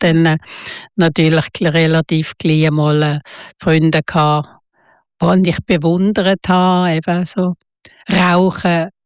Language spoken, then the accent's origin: German; Basel, Basel-Stadt, Switzerland; Das ist so eine Jugendhauszeit und ich bin in Basel aufgewachsen, oder?